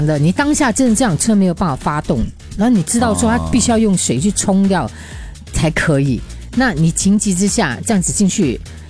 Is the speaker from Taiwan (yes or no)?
no; Singapore; 我这一点我反而觉得我们新加坡人的素养还不错